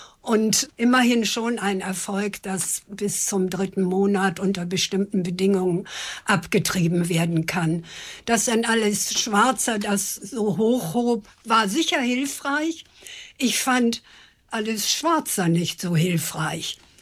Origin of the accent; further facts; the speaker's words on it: Lower Saxony, Germany; noch vor dem Krieg geboren und im Emsland aufgewachsen.